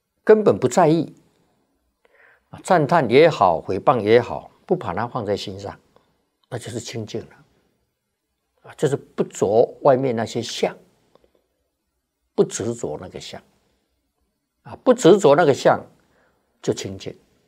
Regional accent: China

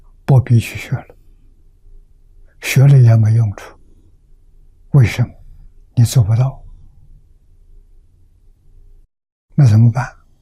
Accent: China

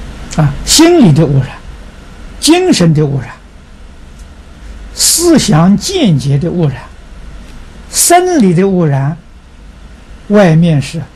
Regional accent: China; 忉利天，我们中国人称这个天主啊叫玉皇大帝

